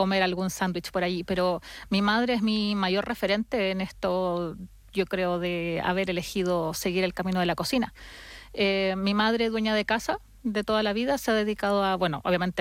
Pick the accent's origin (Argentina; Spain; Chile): Chile; south; En Chile es más de todo, hacer la vida más al interior. Sobre yeah. todo de donde soy yo, que es más al sur, entonces que es un clima más austero.